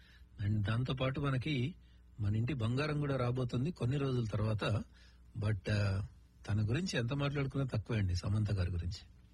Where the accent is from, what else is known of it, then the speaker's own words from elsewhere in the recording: Khammam, Telangana, India; moved away; మాకైతే మా home town లో